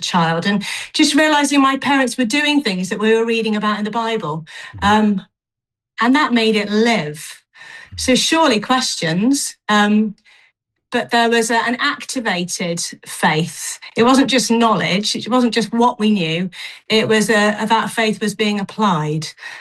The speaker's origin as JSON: {"language": "English", "town": "Exeter", "region": "South West England", "country": "United Kingdom", "tie": "born there", "also_born_or_lived": "Bristol / Penzance", "moved": "as an adult", "lives_now": "Cardiff, United Kingdom", "said": "I'm a Southwest girl, really. I had my teenage years in Exeter. We spent most of our early married life in Bristol and then in Penzance, Cornwall"}